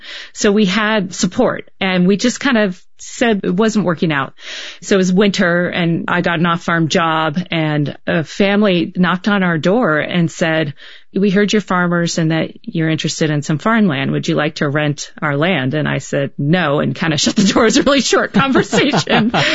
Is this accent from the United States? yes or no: yes; East, United States; now in Durango, United States; he's from Minnesota and I'm from the East.